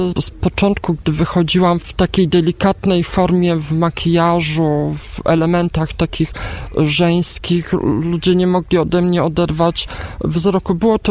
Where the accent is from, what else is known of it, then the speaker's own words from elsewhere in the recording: Czeladź, Silesian Voivodeship, Poland; Ja urodziłam się i pochodzę z Czeladzi, nadal mieszkam w Czeladzi w Zagłębiu Dąbrowskim